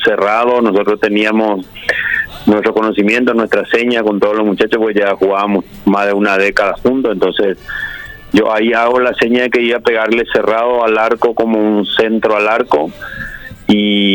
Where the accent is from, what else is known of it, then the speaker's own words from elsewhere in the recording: Paraguarí, Paraguay; born there; comencé muy temprano a jugar ya para mí en serio en el equipo de mi comunidad, en el 15 de mayo de Paraguarí, con 15 años